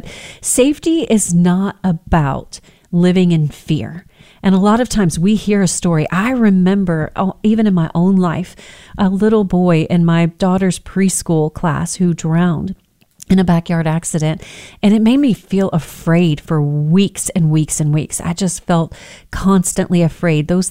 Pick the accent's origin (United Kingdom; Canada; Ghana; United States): United States; Texas; I grew up on the Texas Gulf Coast.